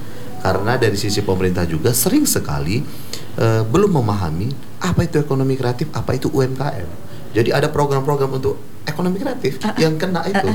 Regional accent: Sumatra, Indonesia; Karena kalau kami dari Sumatera itu

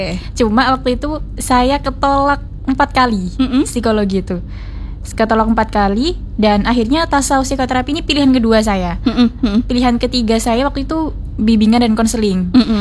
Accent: Lamongan, East Java, Indonesia; moved away as an adult; now in Surabaya, Indonesia; Dari Lamongan saya, asli Lamongan.

